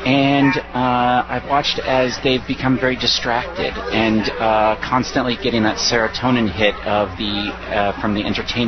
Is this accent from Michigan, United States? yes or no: no; Alta Sierra, California, United States; I grew up in Alta Sierra. Lived on Francis Drive when I was younger, and I graduated from Bear River High School in 1997.